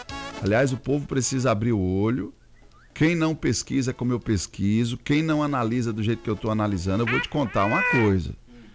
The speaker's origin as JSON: {"language": "Portuguese", "town": "Jussari", "region": "Bahia", "country": "Brazil", "tie": "born or raised there", "said": "Um abraço para Márcia e também Jadiel em Itaju, Jussari, minha terra natal."}